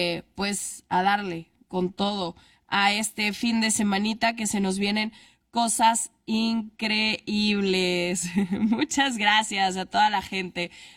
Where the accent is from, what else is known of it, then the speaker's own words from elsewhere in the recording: Mexico; born there; de mi abuelo hacia atrás, son españoles y ya nosotros ya nacimos aquí en México. No tengo el pasaporte español, no he tomado la decisión de tener la doble nacionalidad.